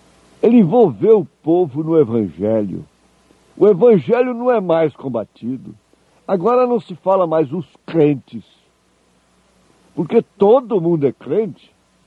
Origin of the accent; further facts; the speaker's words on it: Goiás, Brazil; Eu me criei, eu nasci aqui perto de Goiânia, na cidade mais religiosa do estado.